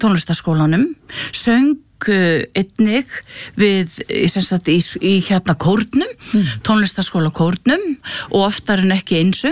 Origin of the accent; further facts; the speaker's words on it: Hvolsvöllur, Southern Region, Iceland; Ég að mestu leiti alinn upp á Hvolsvelli. Ég fædd á Rauðalæk í Holtum, svo flýst ég í Djúpadal, svo flýst ég á Hvolsvell